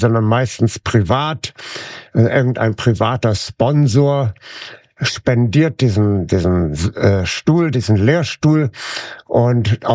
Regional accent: Flensburg, Schleswig-Holstein, Germany; sein Wohnort ist ja Flensburg, meine Heimatstadt, welch eine Schande.

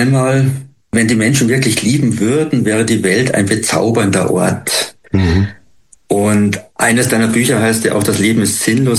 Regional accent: Munich, Bavaria, Germany; was für mich jetzt als Münchner sozusagen am meisten verwunderlich ist von all dem.

